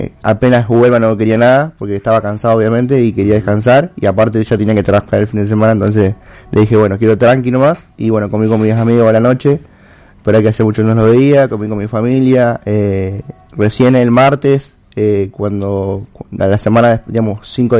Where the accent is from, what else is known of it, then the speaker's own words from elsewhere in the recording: Santa Fe, Argentina; born there; soy de Ceci.